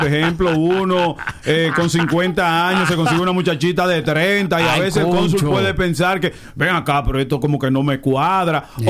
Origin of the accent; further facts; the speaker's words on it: Dominican Republic; eso no somos los dominicanos.